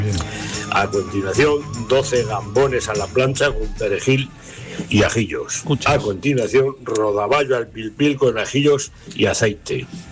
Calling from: Alcázar de San Juan, Castilla-La Mancha, Spain; de Alcázar, por aquí bastante calor.

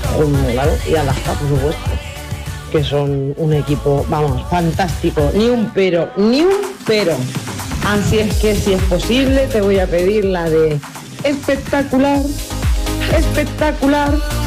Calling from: Almansa, Castilla-La Mancha, Spain; de Almansa.

